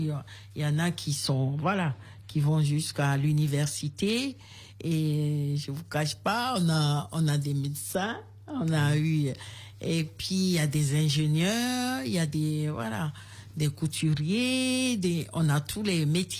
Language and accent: French; Kpalimé, Plateaux, Togo; Oui, je suis originaire de Palimé.